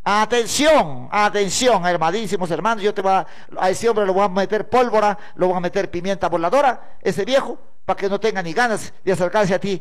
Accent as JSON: {"language": "Spanish", "town": "Huancabamba", "region": "Piura", "country": "Peru", "tie": "born there", "said": "Desde mi provincia de Huancabamba, Cerro Cachacoto, Toluce, mi tierra bendita que me vio nacer"}